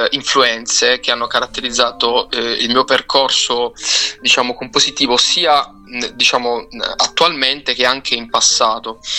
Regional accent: San Michele, Apulia, Italy; L'associazione di San Michele, il mio paese, ho iniziato il mio percorso musicale lì e poi ho continuato insomma in conservatorio

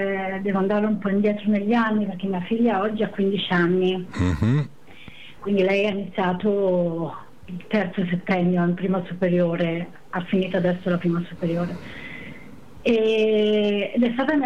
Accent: Tuscany, Italy; moved away as an adult; now in Ferrara, Italy; io non sono ferrarese, io vengo dalla Toscana, della provincia di Pistoia. E lì dove vivevo, dove sono diventata mamma e dove avevo l'attività

